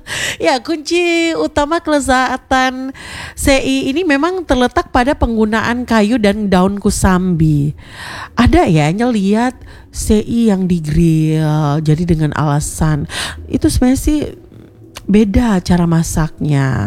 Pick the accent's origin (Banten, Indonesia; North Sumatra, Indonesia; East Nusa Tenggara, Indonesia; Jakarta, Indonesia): East Nusa Tenggara, Indonesia; makanan asal kita dari NTT lagi viral ya.